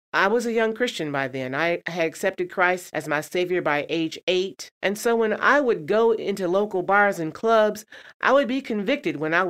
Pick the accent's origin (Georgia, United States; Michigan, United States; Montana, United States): Michigan, United States; my hometown in the state of Michigan